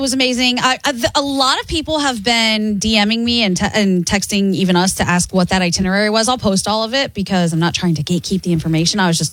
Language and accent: English; New Jersey, United States; One of the waiters asked where we were from, and when I said New Jersey